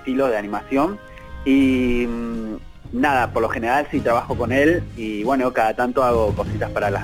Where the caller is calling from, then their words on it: Buenos Aires, Argentina; vivo por capital